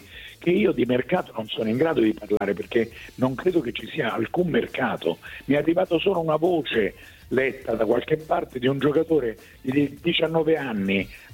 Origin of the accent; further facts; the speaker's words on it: Calabria, Italy; acclamato dai reggini, io sono calabrese quindi li conosco bene